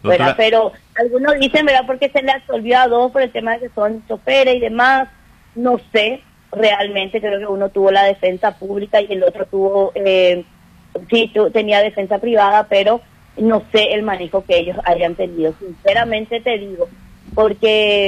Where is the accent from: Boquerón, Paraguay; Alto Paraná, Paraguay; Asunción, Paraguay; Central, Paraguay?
Asunción, Paraguay; yo no soy de acá. Yo vengo de Asunción.